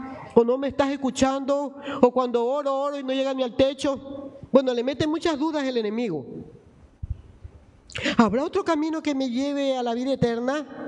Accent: Guayaquil, Guayas, Ecuador; born there; Usted dígale gracias porque nací en Guayaquil

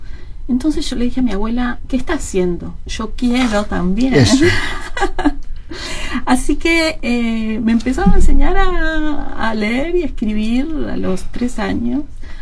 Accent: Maldonado, Uruguay; born there; also born or lived in Piriápolis, Uruguay; Después mi familia se trasladó a Maldonado y fui a la escuela número 2 y luego hice secundaria en las Hermanas Capuchinas, el Liceo de las Hermanas Capuchinas.

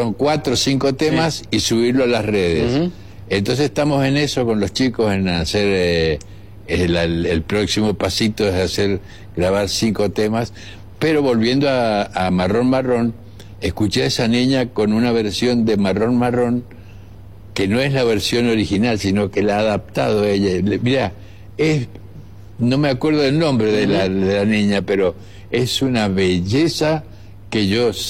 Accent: Cuyo, Argentina; los cuyanos estamos muy enojados

